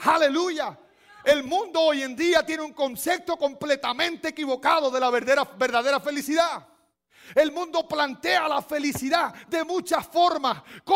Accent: Cuba; moved away as an adult; Yo recuerdo una vez cuando yo llegué, acabo de llegar de Cuba, imagínense usted, yo era todavía, me estaba sacudiendo la sal de los pies.

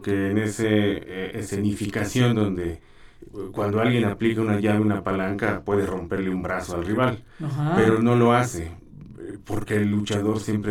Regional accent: Mexico; es lo que nos define como mexicanos

